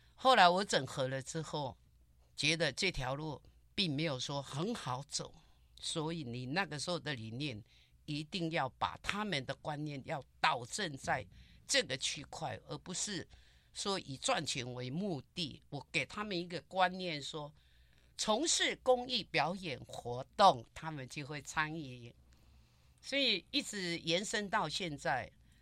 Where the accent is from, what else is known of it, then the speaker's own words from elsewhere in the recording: Hualien County, Taiwan; born there; moved away; also born or lived in northern Taiwan; 我是在那个马踏安部落出生的、然后移居到北部这样子